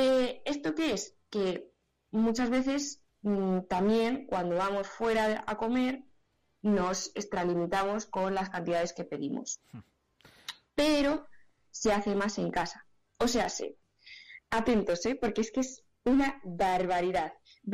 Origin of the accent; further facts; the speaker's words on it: Fuentearmegil, Castile and León, Spain; mi pueblo es Fuente-Armesil. Nos tenemos que desplazar prácticamente 20 kilómetros hasta la tienda más cercana de alimentación.